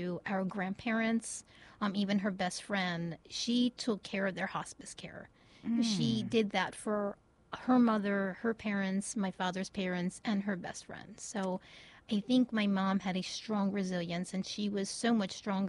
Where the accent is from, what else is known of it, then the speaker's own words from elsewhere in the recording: Baltimore, Maryland, United States; I grew up in Baltimore City